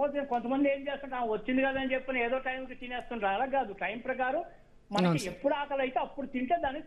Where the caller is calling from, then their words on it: Bengaluru, Karnataka, India; నేను బెంగళూరు నుంచి మాట్లాడుతున్నాను అయ్యా